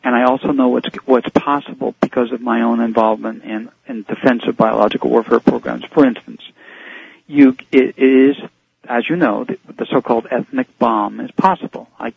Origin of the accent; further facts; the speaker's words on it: United States; I'm an American.